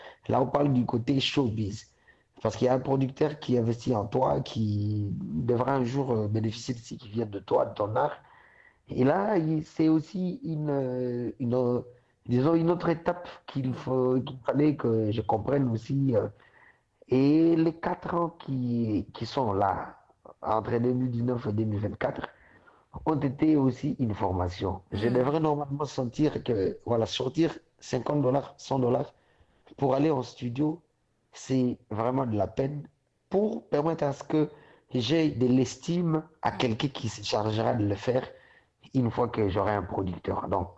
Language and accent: French; Kivu, DR Congo; Parce qu'il faut savoir que nous sommes du Kivu, nous sommes africains, nous sommes Swahili.